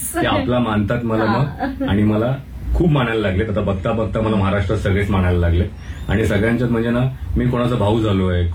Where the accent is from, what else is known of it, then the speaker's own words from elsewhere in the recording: Mumbai, Maharashtra, India; born there; मी जिथे जन्मलोय लालबाग काळा जो की परेल या एरियामध्ये खूप काही गोष्टी घडलेल्या आहेत